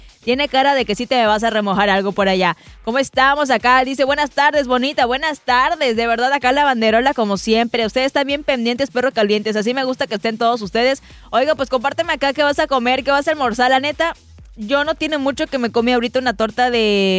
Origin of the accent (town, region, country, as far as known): Mexico